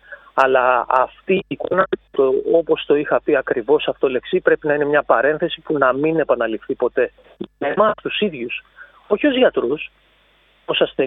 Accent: Volos, Thessaly, Greece; να την πω σαν Βολιώτης και εγώ μετά από τόσα χρόνια που αγαπάω αυτόν τον τόπο

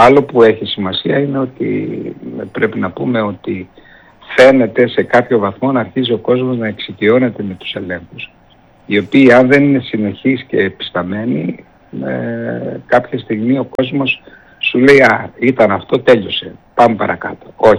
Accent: Keramoti, Greece; moved away as an adult; now in Heraklion, Greece; Και χρόνια πολλά στο χωριό μου, στην Κεραμωτή, που σήμερα είναι τα Αγιομήρωνα.

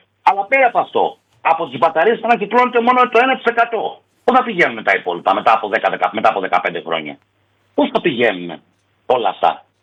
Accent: Aliveri, Central Greece, Greece; Λοιπόν, εγώ η καταγωγή μου είναι από το Αλιβέρι της Εύβοιας.

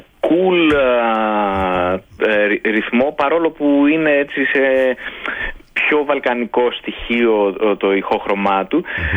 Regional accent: Langadas, Central Macedonia, Greece; now in Athens, Greece; τα τελευταία χρόνια να ζω στην Αθήνα λόγω της δουλειάς ας πούμε, αλλά η καταγωγή μου είναι από το Λαγκαδά της Θεσσαλονίκης

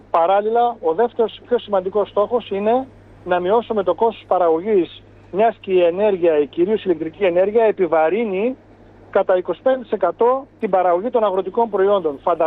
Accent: Larissa, Thessaly, Greece; μια και είμαι Λαρισαίος

